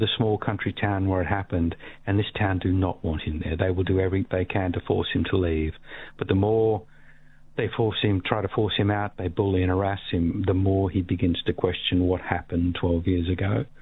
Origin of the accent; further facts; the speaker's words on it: Australia; That's the question I've been most asked over the course of 20 plus years, is why are you, as an Australian writer, have you never set a book in Australia?